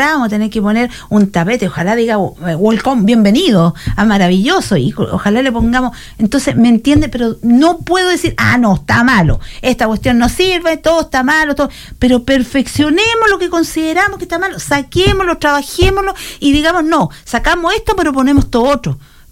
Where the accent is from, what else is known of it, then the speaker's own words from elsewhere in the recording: Chile; muy buenos somos los chilenos